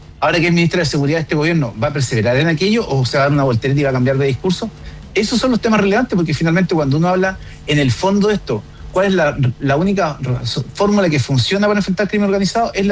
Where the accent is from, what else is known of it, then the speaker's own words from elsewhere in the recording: Chile; como chilenos y chilenas